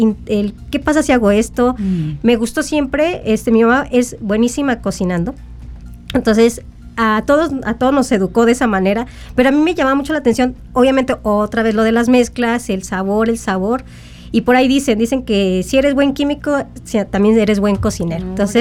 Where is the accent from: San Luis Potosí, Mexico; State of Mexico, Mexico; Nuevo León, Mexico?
San Luis Potosí, Mexico; yo soy de San Luis Potosí, capital